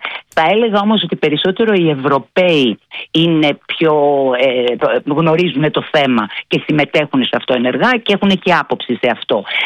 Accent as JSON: {"language": "Greek", "country": "Turkey", "second_language": "Greek", "said": "έδωσε συγχαρητήρια για το επίπεδο της γλώσσας μου, λέγοντας ότι μιλάω πολύ καλά αυτή τη γλώσσα. Αν και είμαι Τουρκάλα."}